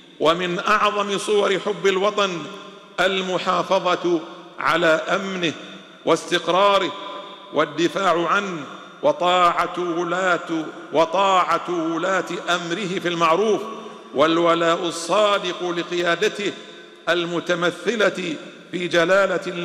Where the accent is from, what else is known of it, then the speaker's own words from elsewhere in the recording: Bahrain; بلادنا البحرين